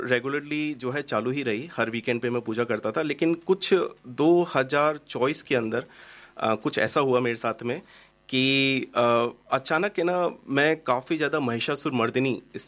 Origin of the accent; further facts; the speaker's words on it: Jaipur, Rajasthan, India; also born or lived in Dubai; now in Australia; और मैं जयपुर राजस्थान का रहने वाला हूँ, और मैं 2005 से लेकर 2017 तक जो है दुबई में रहा। फिर दुबई से 2018 में माइग्रेट होकर ऑस्ट्रेलिया का सिटीज़न बना हूँ।